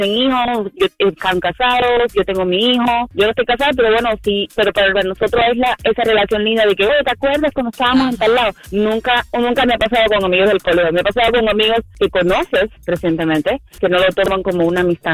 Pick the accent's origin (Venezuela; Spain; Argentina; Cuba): Cuba; yo soy cubana